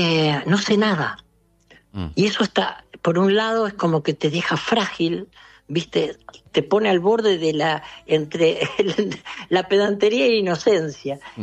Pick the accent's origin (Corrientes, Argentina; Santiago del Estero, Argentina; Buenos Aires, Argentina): Buenos Aires, Argentina; born there; also born or lived in Mercedes, Buenos Aires Province; now in Córdoba, Argentina; yo nací en Mercedes, toda la familia por parte de mi mamá es de Mercedes, mis padres vinieron para Flores, para el barrio de Flores, sé que una mezcla del barrio de Flores y Mercedes, y íbamos todos los fines de semana y los veranos los pasaba en Mercedes